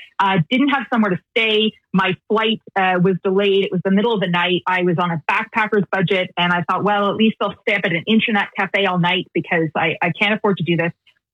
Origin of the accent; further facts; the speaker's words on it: Canada; you know, I grew up in Canada. I speak Icelandic with an accent and I make mistakes.